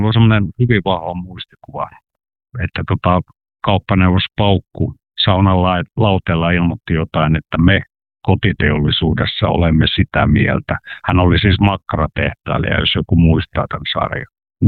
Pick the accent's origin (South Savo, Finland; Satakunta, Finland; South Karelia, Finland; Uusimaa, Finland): South Karelia, Finland; siinä vaiheessa meillekin kolisi tuon Lappeenrannan päässä. Me ollaan karjalaiset vähän hitaita asioiden omaksumisessa